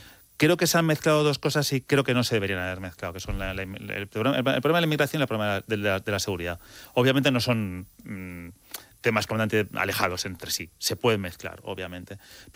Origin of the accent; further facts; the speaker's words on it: Spain; yo como español y el Ceutí como Ceutí, que también es español, por supuesto, forma parte de una Unión Europea